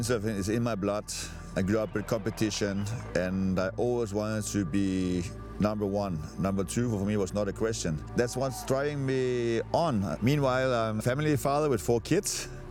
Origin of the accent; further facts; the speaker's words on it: Canary Islands, Spain; Growing up in Canary Islands